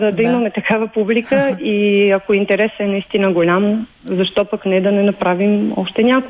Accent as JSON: {"language": "Bulgarian", "town": "Dupnitsa", "region": "Kyustendil Province", "country": "Bulgaria", "tie": "born or raised there", "moved": "as an adult", "said": "Родом съм от Дупница, танцувала съм в читалище Сура, град Дупница"}